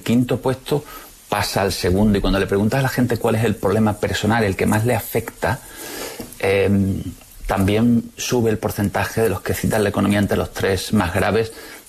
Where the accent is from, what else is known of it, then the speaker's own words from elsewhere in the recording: Andalusia, Spain; un rara una futbolística andaluza.